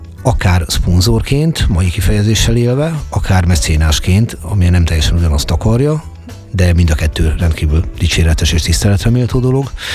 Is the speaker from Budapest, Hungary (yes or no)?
yes; Budapest, Hungary; also born or lived in Jászárokszállás; itt vagyok én, és akkor azt mondom, hogy budapesti vagyok, de jászárokszállási is vagyok, magyar vagyok, világpolgár vagyok